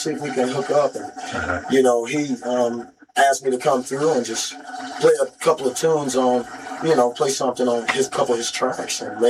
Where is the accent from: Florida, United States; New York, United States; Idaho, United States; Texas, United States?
Texas, United States